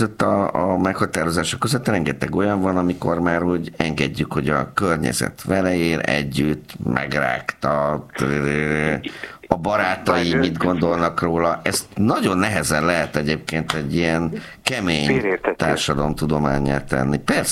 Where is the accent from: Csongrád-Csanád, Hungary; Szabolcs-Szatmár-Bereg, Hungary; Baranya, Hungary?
Baranya, Hungary; Pécs; Tudod, én pécsi vagyok